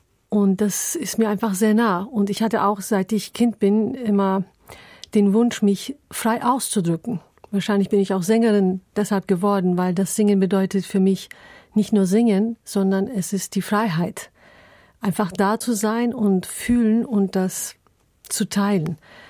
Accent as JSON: {"language": "German", "region": "Istanbul", "country": "Turkey", "tie": "born or raised there", "moved": "yes", "said": "weil ich auch in Istanbul aufgewachsen bin, in einem Viertel, wo man auch dieses anatolische Seele hören kann, wo alle Menschen, die aus Anatolien nach Istanbul umgezogen sind, zusammenleben."}